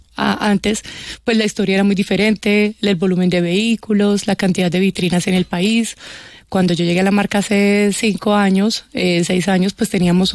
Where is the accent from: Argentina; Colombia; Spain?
Colombia; Ibagué, Tolima; now in Bogotá, Colombia; Bueno, yo soy de Ibagué.